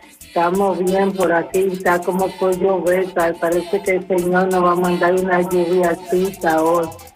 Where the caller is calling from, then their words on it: La Vega, Dominican Republic; de La Vega.